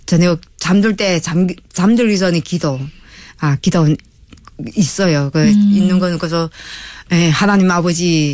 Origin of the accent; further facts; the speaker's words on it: North Korea; moved away as an adult; now in South Korea; 저희 고향 우리 고향에 있는 자식들 그다음에 형제들, 우리 고향의 친구들, 친척들, 우리 고향 사람들에게 하고 싶은 이야기는 지금은 조금 힘들지만